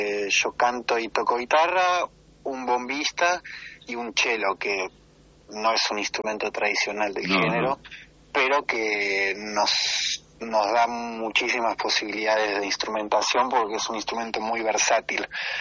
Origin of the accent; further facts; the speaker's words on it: Buenos Aires, Argentina; now in Bern, Switzerland; yo soy de Buenos Aires, entonces tampoco me quiero disfrazar de salteño